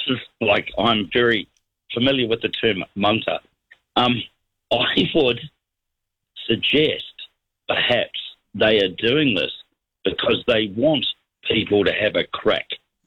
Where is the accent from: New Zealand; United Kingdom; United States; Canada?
New Zealand; moved away; You know, like, I would think being a Kiwi overseas, I could just do it digitally